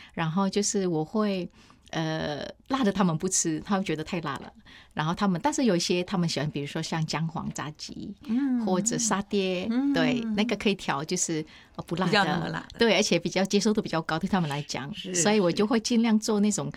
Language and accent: Chinese; Indonesia; now in Taiwan; 所以我就避免就是去说我是印尼人，对，我都会说别的国家的人。